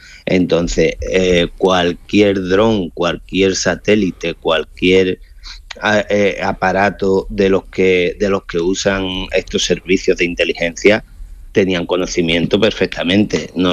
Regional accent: Ceuta, Spain; estando aquí en la ciudad y soy de aquí, de Ceuta, y tenemos unos 84.000 habitantes.

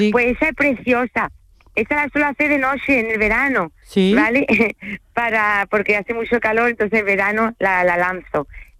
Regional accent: France; Spanish is a second language; Porque soy francesa, aunque no se me note, todo el mundo me lo dice.

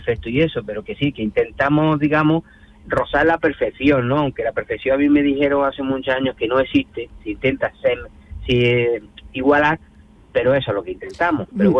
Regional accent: Granada, Andalusia, Spain; Somos de Granada.

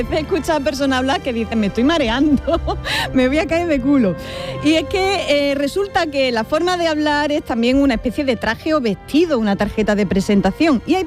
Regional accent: Andalusia, Spain; accent: Andalusian; nuestra particular forma de hablar en Andalucía. Hay quienes equivocadamente piensan que el andaluz es una sola forma de hablar.

